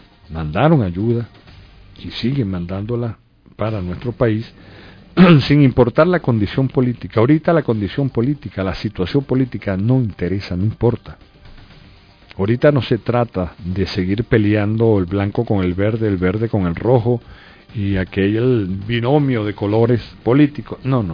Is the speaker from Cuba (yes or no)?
no; Venezuela; como venezolano que soy